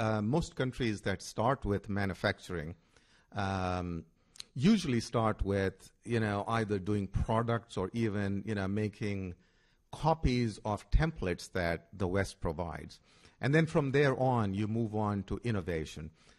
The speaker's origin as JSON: {"language": "English", "country": "India", "tie": "born or raised there", "said": "Well, you know, growing up in India and, you know, being there in the early days of technology"}